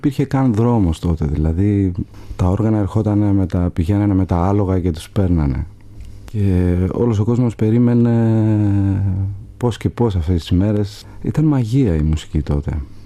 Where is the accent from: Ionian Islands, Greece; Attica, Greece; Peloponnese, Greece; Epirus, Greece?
Epirus, Greece; Ioannina; Εγώ γεννήθηκα στα Γιάννενα πάνω, στα Ανατολικά Ζαγόρια δηλαδή, σε ένα χωριό στην Πίνδο.